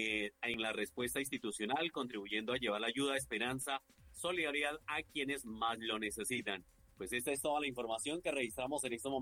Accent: Boyacá, Colombia; Yo soy del departamento de Boyacá.

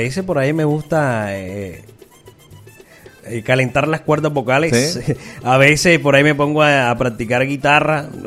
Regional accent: Ovejas, Sucre, Colombia; born there; also born or lived in El Carmen de Bolívar; soy de aquí, de la costa, soy de aquí, del vecino municipio de Oveja Sucre. Y pues parte de mi niñez también estuve aquí en el Carmen de Bolívar.

